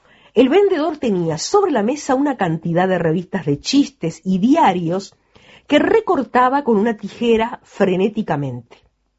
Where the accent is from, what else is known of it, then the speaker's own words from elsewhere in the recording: Uruguay; somos uruguayos